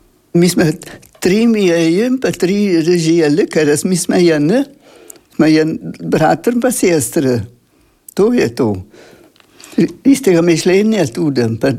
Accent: Friuli-Venezia Giulia, Italy; Mi smo je tam v Kanalčji dolini

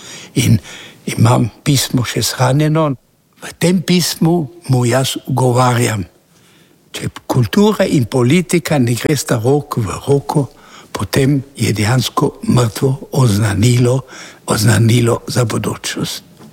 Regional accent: Škocjan, Carinthia, Austria; born there; accent: Rož dialect; also born or lived in Klagenfurt, Austria / Šmarjeta v Rožu, Austria; naša družina, mama s tremi otroki, smo pribežali iz bombardiranega Celovca v Šmarjetovo rožo na mamin dom. Tam sem se naučil slovenske rožanščine, čeprav me kot meščana tudi tam so skušali nekateri nagovarati po nemško, ker sem bil pač iz mesta. Leta 50 moja preselitev v Škocjan

